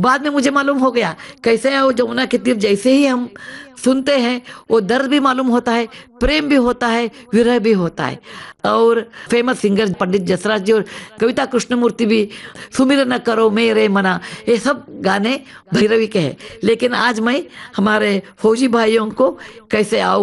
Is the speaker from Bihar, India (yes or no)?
no; Dharwad, Karnataka, India; धारवाड़ एक छोटा डिस्ट्रिक्ट है कर्नाटक में, वो धारवाड़ की हूं मैं।